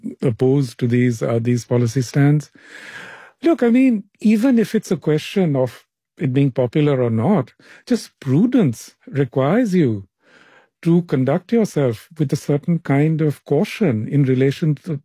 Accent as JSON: {"language": "English", "region": "West Bengal", "country": "India", "lives_now": "New York, United States", "said": "I mean, I'm from Bengal. In Bengal, our views are often very, very different from that of other parts, especially of northern India."}